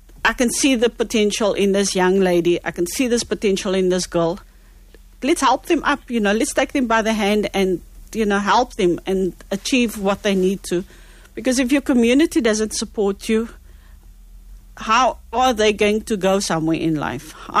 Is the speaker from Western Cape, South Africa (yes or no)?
yes; Cape Town, Western Cape, South Africa; myself, I come from Mitchell's Plain